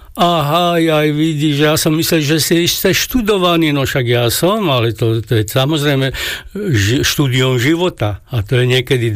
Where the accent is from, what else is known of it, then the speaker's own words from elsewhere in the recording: Kálnica, Trenčín Region, Slovakia; Raz sme spievali v kostole na inštalácii farárky u nás v Kálnici.